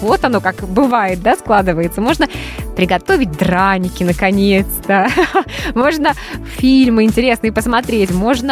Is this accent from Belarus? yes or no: yes; Belarus; Не сдаваться, мы же белорусы.